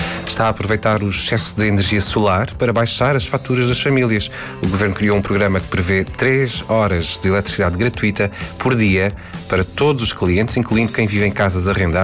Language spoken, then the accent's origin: Portuguese; Alentejo, Portugal; born or raised there